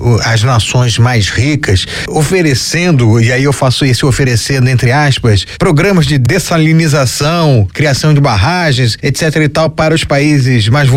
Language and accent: Portuguese; Brazil